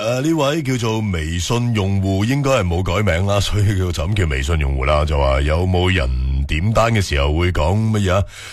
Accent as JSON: {"language": "Cantonese", "region": "Guangdong", "country": "China", "said": "喺我哋广东人粤语里边咧，亦都表示就话唔要嗰样嘢嘅意思"}